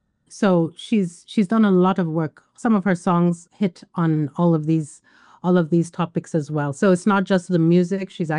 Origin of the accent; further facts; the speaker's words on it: Nigeria; Yes, I'm half Nigerian. So I grew up in Nigeria, hearing a lot of West African music, highlife, Makossa, Afrobeat.